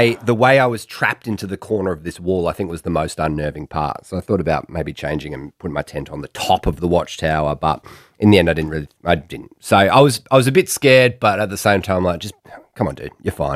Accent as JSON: {"language": "English", "country": "Australia", "said": "I'm 36 from Australia."}